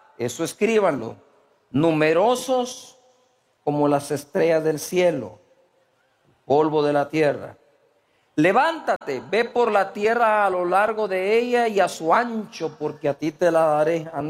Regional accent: Guatemala; si soy chapín también, o mismo que voy a dejar de ser chapín aquí.

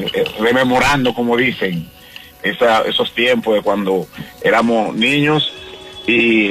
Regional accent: Puerto Rico; yo me crié en Barrio Blanco. Barrio Blanco

